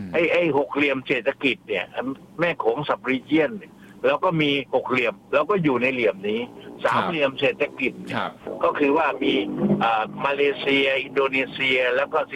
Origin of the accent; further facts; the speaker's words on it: Southern Thailand, Thailand; ผมยืนยันว่าผมเป็นคนใต้แล้วผมทำการเมืองก็ไม่รู้นี่ผมทำมา40ปีแล้ว